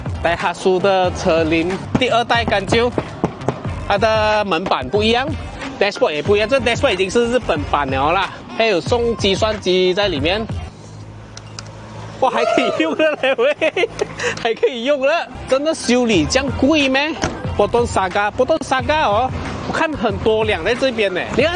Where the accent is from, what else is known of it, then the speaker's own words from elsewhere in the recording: Miri, Sarawak, Malaysia; 因为我来自米粒嘛